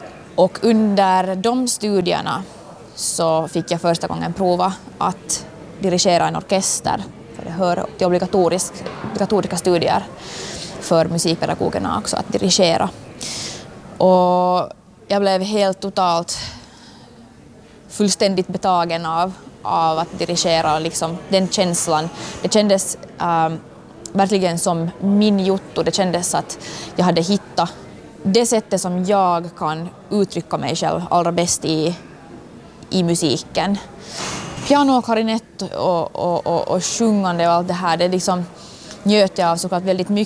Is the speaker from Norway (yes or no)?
no; Helsinki, Uusimaa, Finland; Jag är dirigent, kommer från Helsingfors och lever livet.